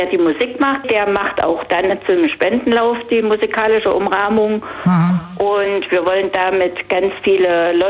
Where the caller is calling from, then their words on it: Hermsdorf, Thuringia, Germany